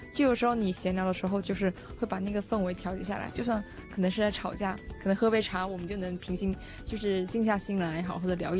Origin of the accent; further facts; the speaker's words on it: Chaoshan, Guangdong, China; 我呢是来自潮汕的嘛，大家讲到潮汕肯定会讲到它的茶文化，因为它的功夫茶其实非常的出名。